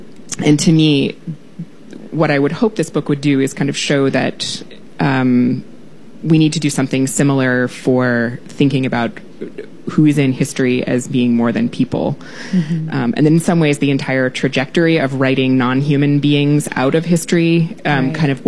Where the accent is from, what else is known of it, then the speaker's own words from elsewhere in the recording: Iowa, United States; moved away; where I grew up in Iowa